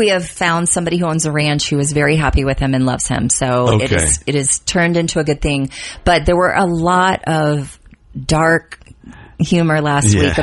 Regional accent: Miami, Florida, United States; moved away; I grew up in Miami, I took Spanish from like kindergarten on. And because I was in Miami, I can cuss really well in Spanish

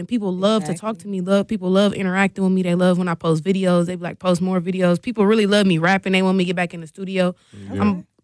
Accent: Milwaukee, Wisconsin, United States; I'm from Milwaukee, Wisconsin.

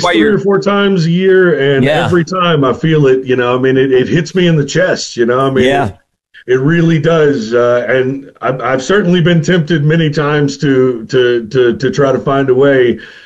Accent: Greenville, Mississippi, United States; also born or lived in Meridian; my granddad took me to Clarksdale, that, you know, that I grew up in Greenville, that I went to elementary school in Meridian, and that we go to the Jimmy Rodgers Museum every year.

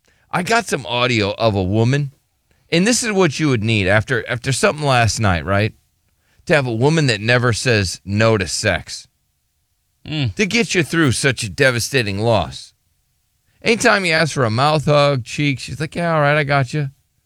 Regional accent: Minnesota, United States; You know, I'm from Minnesota.

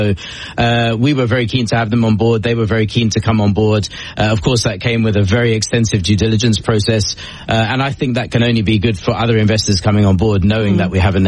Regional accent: London, United Kingdom; Look, I'm from London. I'm very biased towards saying London is a great city.

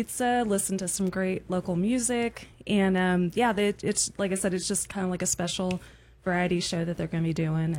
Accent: California, United States; now in Oklahoma, United States; I'm originally from California

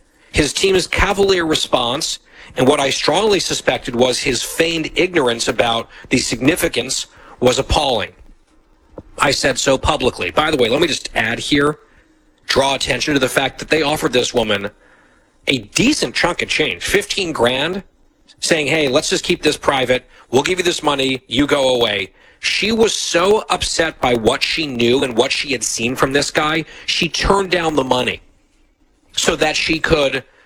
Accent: Maine, United States; Advocating for the working people of Maine has driven me since my days as a commercial lobster boat captain

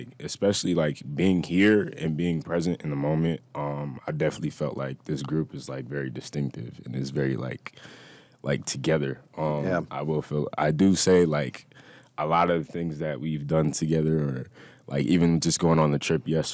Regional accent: New York, United States; moved away as an adult; now in Atlanta, United States; Yep. So I'm originally from New York. I came to Clark Atlanta University, HBCU

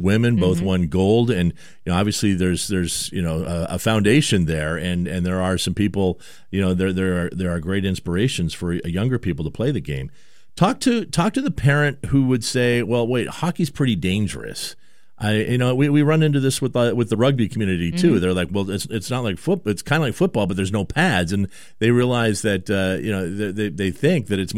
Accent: Bellingham, Washington, United States; moved away as an adult; also born or lived in Grand Rapids, Michigan / St. Louis; I grew up here back in the Bellingham Blazers day at the old Bakerview Ice Arena.

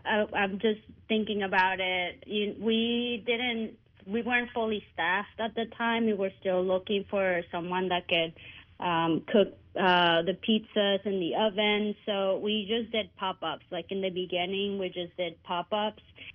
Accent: Ciudad Obregón, Sonora, Mexico; I was born and raised in Ciudad Obregón, Sonora, in Mexico, and just being around since I was a kid, just being around with like family gatherings, quinceañeras, and all that.

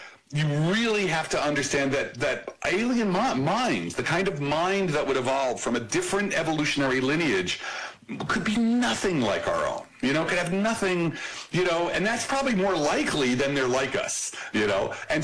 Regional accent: Belleville, New Jersey, United States

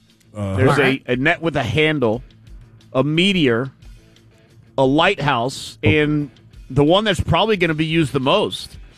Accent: Dunwoody, Georgia, United States; Well, I say Atlanta, but if you want to go like super specific, Dunwoody.

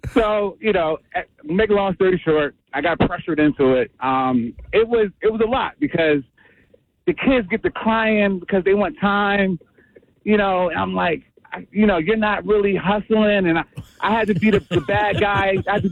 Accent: United States; born there; Like, you know, my family's from Jamaica, but I was born here and in the States.

